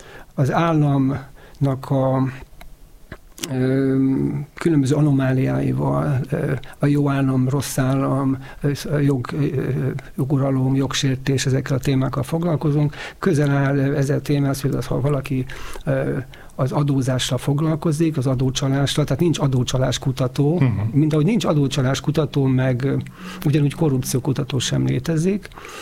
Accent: Hungary

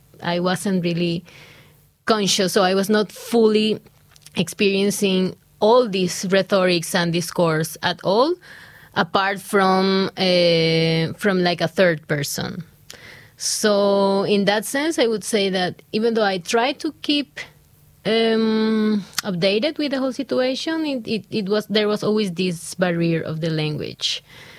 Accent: Ecuador; English is a second language; And every time I was saying that I was from Ecuador, I always had like a good reaction.

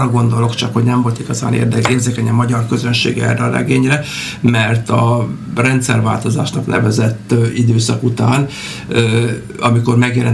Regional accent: Hungary; Magyarországról vagyunk

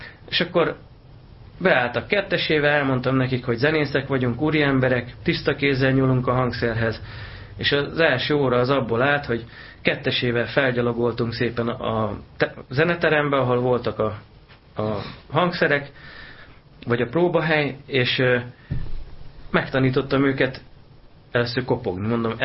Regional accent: Hungary; mink cigányok, jó magyarok vagyunk.

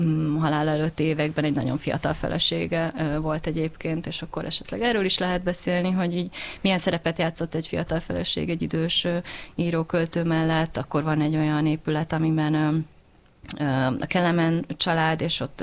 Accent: Budapest, Hungary; Ja, csak azért, mert zuglói vagyok, és akkor nekem is feltűnt, hogy Hermina, meg Teleki Blanka gimnázium van ott

